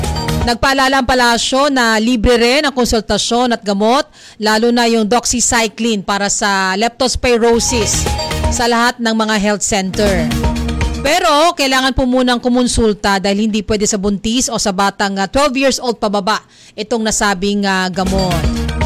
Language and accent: Tagalog; Marikina, Metro Manila, Philippines; taga Marikina City ako. Na ilang beses na rin naka-experience ng mga pagbaha dyan.